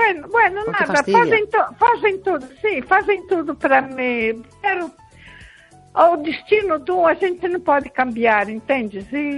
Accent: Viseu, Portugal; born there; Eu lembro, com muita honra. Eu nasci em Viseu.

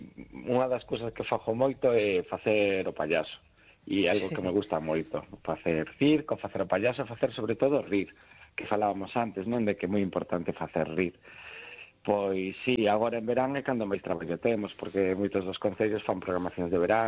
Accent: Cangas, Galicia, Spain; donde son contos de mujeres de Morrazo, que de donde son eu, de Cangas.

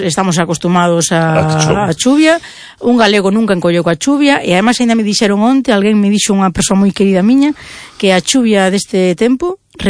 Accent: Santiago de Compostela, Galicia, Spain; Digo, os que somos de Santiago de toda a vida.

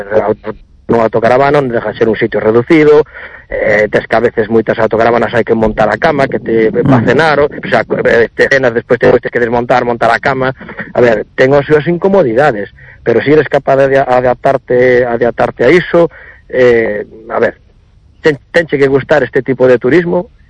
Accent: Redondela, Galicia, Spain; Eu son de Redondela

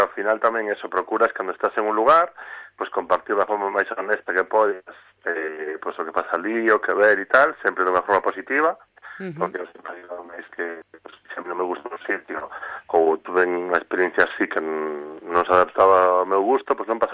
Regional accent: Pontevedra, Galicia, Spain; born there; now in Poio, Spain; Bueno, de Poio. Nací en Pontevedra, pero vivo en Poio.

